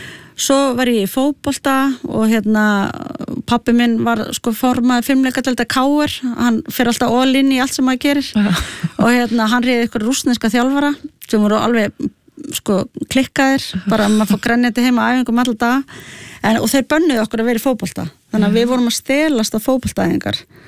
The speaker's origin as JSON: {"language": "Icelandic", "town": "Reykjavík", "region": "Capital Region", "country": "Iceland", "tie": "born or raised there", "also_born_or_lived": "Sweden", "said": "ég fæddist í Reykjavík og svo alinn upp í, hérna, í Svíþjóð frá 2 til 6 ára."}